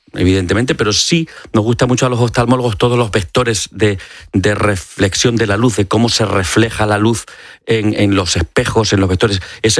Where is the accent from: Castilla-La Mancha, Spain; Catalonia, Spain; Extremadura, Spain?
Extremadura, Spain; Badajoz; Yo soy extremeño, vivía en Badajoz y venía con frecuencia a Madrid, al Museo del Prado.